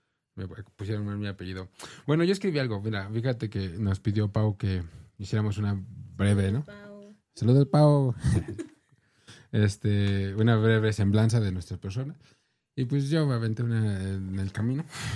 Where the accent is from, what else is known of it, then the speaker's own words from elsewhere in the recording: Hidalgo, Mexico; also born or lived in Tijuana; Y aunque nuestros padres son de Hidalgo, algunos de nosotros nacimos en Tijuana, pero eso nomás fue el nacimiento. Ha sido acá en Hidalgo donde hemos venido brotando y echando raíz.